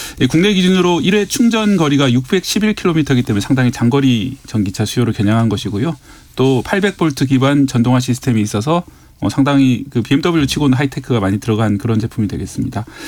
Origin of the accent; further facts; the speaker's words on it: Busan, South Korea; 고향이 부산이다 보니까